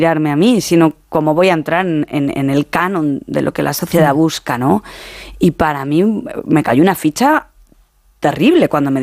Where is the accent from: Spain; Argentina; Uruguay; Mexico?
Spain; Esto viene también como como de mi pueblo. Mi pueblo estaba entre medio de Zaragoza y Madrid, y entonces había mucho tráfico los domingos